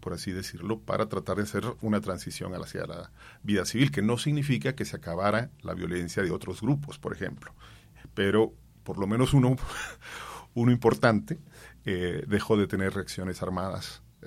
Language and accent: Spanish; Guatemala; moved away as an adult; now in Colombia; Mi país estuvo en guerra también durante 36 años